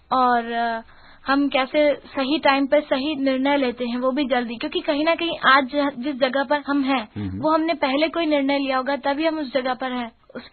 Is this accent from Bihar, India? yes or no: no; Indore, Madhya Pradesh, India; born there; संतोष जी, इंदौर में ही मेरा जन्म हुआ है